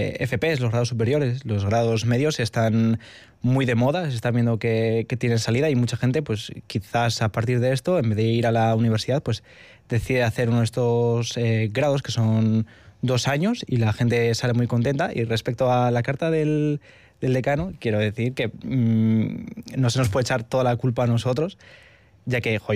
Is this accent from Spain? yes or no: yes; Portugalete, Basque Country, Spain; Y es que, claro, yo soy de Portugalete. Para ir a Leioa, que es donde estudio, me tengo que despertar a las 7